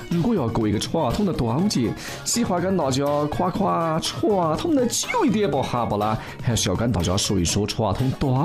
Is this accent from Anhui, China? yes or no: no; Yunnan, China; 就我这大云南来说，